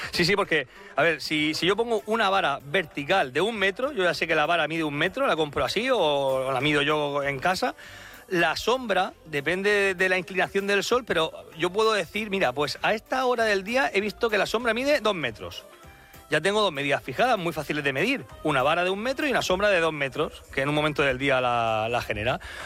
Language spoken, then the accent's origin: Spanish; Madrid, Community of Madrid, Spain